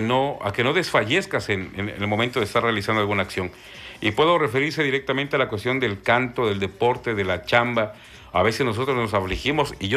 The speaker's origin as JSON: {"language": "Spanish", "region": "Campeche", "country": "Mexico", "said": "nuestros paisanos aquí en Campeche"}